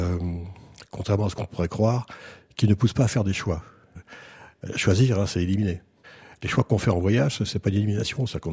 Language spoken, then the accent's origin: French; France; je suis membre d'une diaspora, donc la diaspora arménienne. Je suis pas arménien, je suis français d'origine arménienne.